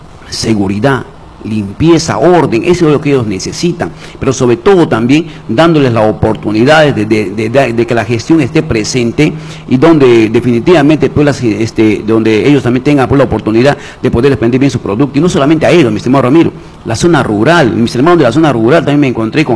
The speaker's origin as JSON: {"language": "Spanish", "town": "Iquitos", "region": "Loreto", "country": "Peru", "said": "Yo quiero trabajar por Belén porque quiero darle la oportunidad a mi pueblo"}